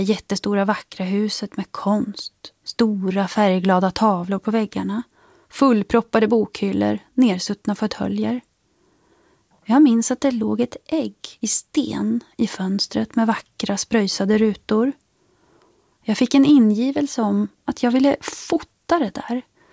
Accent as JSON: {"language": "Swedish", "town": "Katrineholm", "region": "Södermanland", "country": "Sweden", "tie": "born there", "said": "Jag är född i Katrineholm som en liten fabriks- och industristad. På många sätt en typisk svensk mellanstor stad."}